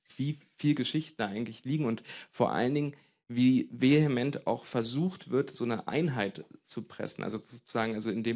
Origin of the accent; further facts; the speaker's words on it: Saxony-Anhalt, Germany; okay, das ist ja irgendwie der Ort oder die Orte, wo ich herkomme. Vorher war das immer, wenn irgendwer in der Tagesschau vom Brocken runter gestolpert ist, obwohl Unwetter war, dann habe ich gedacht, oh, fuck, ey, so.